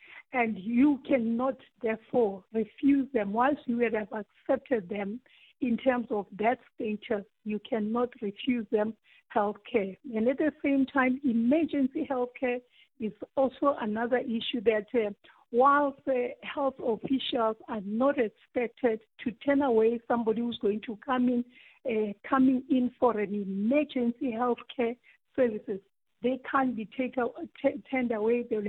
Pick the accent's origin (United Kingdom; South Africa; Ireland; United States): South Africa